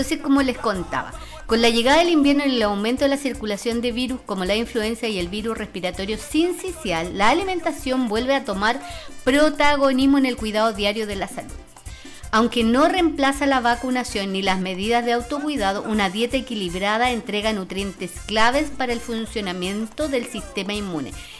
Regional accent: Chile; Y nosotros, como chilenos

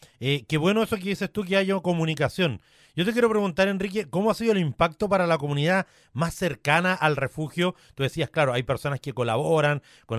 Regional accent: Araucanía, Chile; yo soy sureño y en el sur se estilaba mucho para el lado de Curacautín, Villarrica, para toda la zona de la Araucanía, de donde soy oriundo

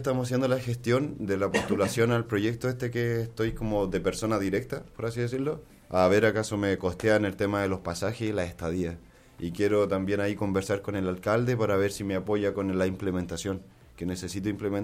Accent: Curicó, Maule, Chile; Yo soy de aquí de Curicó

